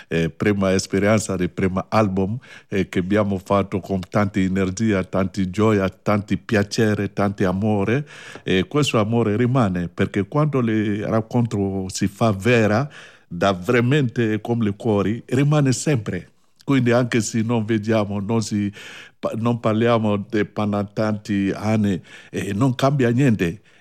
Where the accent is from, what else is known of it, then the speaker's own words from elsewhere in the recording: Mali; born there; Italian is a second language; moved away; Io è vero che sono nato a Mali da una famiglia griot, io sono griot, e vivo con mia cultura e mia tradizione.